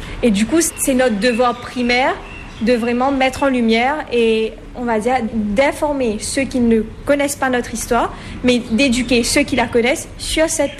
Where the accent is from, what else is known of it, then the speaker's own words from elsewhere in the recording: Mauritius; Alors, parce qu'on est beaucoup de Mauriciens dans notre île, mais on est aussi beaucoup de Mauriciens à l'international.